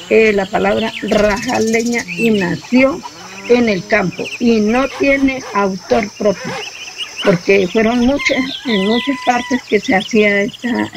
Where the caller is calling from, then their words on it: Colombia